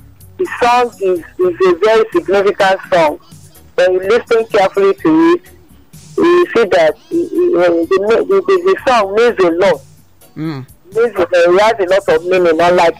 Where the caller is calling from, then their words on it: Ireland; I'm calling from Ireland.